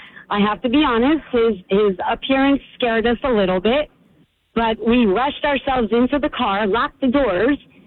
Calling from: Howell, New Jersey, United States; I'm from Howell.

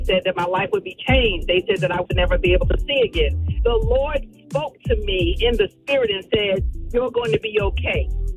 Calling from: Atlanta, Georgia, United States; I am calling from Atlanta.

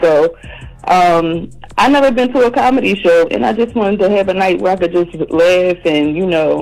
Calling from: New Jersey, United States

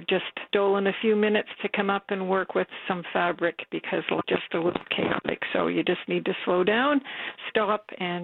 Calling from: Caledon, Ontario, Canada; calling from Caledon.

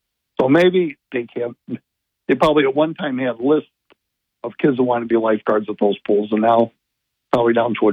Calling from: New York, United States; from Stanglebridge.

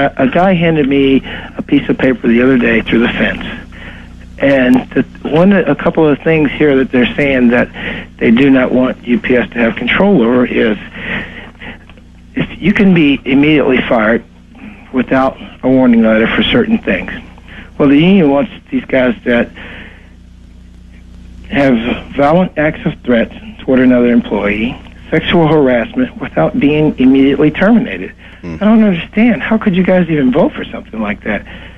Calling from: Florida, United States; I'm calling from South Florida.

